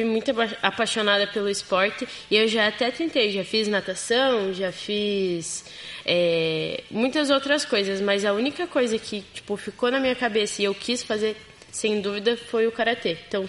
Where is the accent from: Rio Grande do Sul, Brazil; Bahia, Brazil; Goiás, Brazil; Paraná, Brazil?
Paraná, Brazil; Matinhos; now in Araucária, Brazil; Eu não sou de Araucária, eu sou lá do litoral, lá de Matinhos. Então, eu sou caiçara, não sou araucariense.